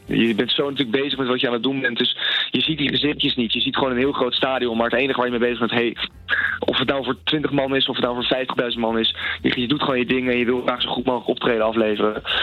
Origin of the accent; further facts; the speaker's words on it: Utrecht, Netherlands; Nou ja, ik ben geen Rotterdammer van oorsprong. Ik kom uit de regio Utrecht. Maar ja, ik kom studeren in Rotterdam.